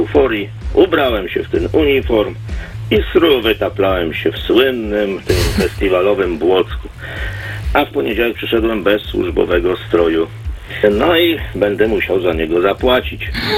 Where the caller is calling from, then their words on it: Międzyzdroje, West Pomeranian Voivodeship, Poland; z Międzyzdrojów.